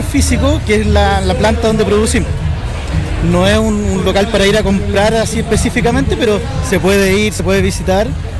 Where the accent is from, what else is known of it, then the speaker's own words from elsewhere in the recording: Viña del Mar, Valparaíso, Chile; Siempre de Viña del Mar.